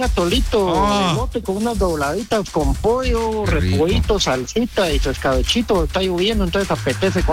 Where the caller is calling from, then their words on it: Chimaltenango, Guatemala; Desde la ciudad de Los Escudos